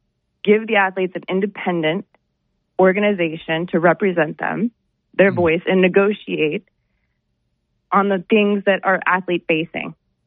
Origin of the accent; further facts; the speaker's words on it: United States; And as an American, as an Olympian, and as an athlete, fair sport, fair market.